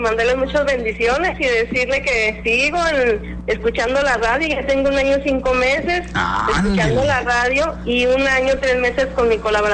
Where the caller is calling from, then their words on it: Gómez Palacio, Durango, Mexico; De Gómez Palacio.